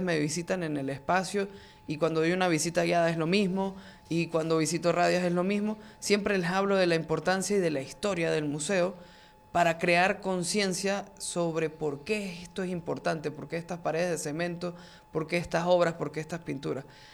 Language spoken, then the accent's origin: Spanish; Mérida, Venezuela; apropiémonos como merideños de estos espacios